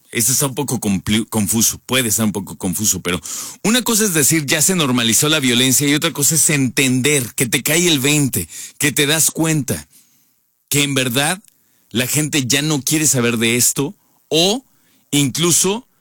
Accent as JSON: {"language": "Spanish", "country": "Mexico"}